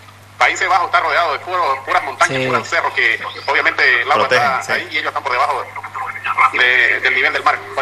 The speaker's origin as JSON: {"language": "Spanish", "country": "Bolivia"}